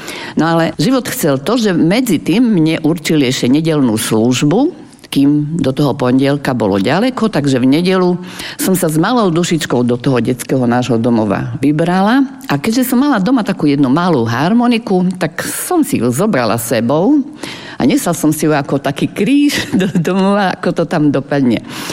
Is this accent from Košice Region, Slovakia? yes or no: no; Prešov, Prešov Region, Slovakia; A ten Sabinov nebol ďaleko od Prešova, nakoľko ja som Prešovčanka.